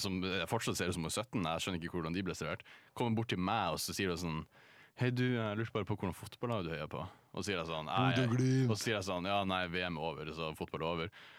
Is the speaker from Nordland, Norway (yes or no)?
yes; Bodø, Nordland, Norway; moved away; så er ikke jeg herfra, jeg er fra Bodø.